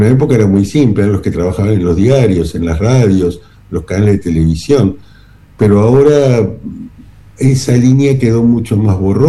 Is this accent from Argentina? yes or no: yes; Argentina